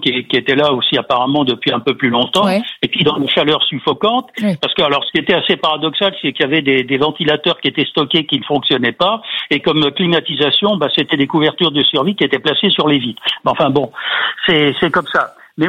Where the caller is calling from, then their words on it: Courpalais, Île-de-France, France; Ah, bah, moi, je suis à Courpalais.